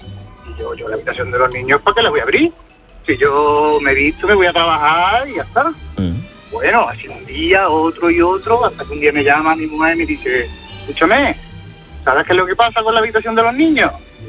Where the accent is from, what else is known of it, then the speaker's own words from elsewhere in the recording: Moriles, Andalusia, Spain; now in Palma de Mallorca, Spain; soy de Córdoba, soy de un pueblecito de Córdoba.